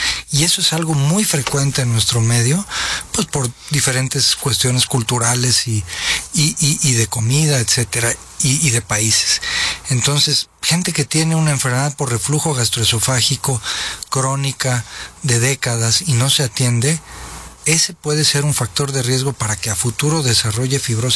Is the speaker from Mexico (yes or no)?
yes; Mexico